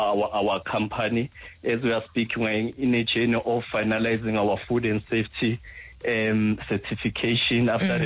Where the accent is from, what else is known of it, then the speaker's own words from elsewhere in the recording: Soweto, Gauteng, South Africa; from Soweto, Dobsonville.